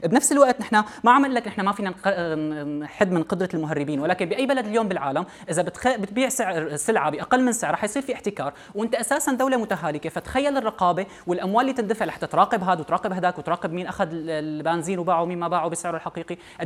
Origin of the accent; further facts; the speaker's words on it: Syria; عندنا بسوريا